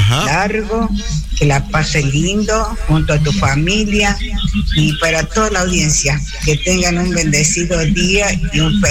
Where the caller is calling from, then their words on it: San Pacho, Córdoba, Argentina; te hablo de San Pacho